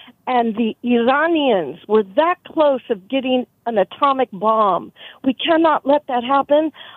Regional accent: Los Angeles, California, United States; being born in East L.A., growing up in Central Los Angeles

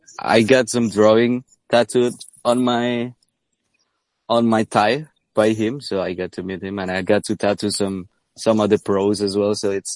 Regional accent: Yogyakarta, Special Region of Yogyakarta, Indonesia; I grew up in a second city, like it's not really big city. My hometown is in Jogja. It's more of like a student city and more like art city

